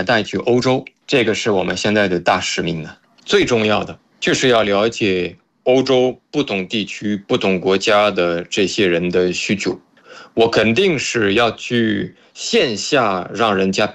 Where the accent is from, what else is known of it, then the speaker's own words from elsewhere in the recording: France; Chinese is a second language; now in China; 我是法国人，然后